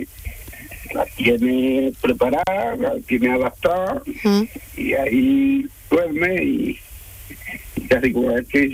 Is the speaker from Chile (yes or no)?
no; Almuñécar, Andalusia, Spain; Yo soy de la costa tropical, yo soy de Almuñécar.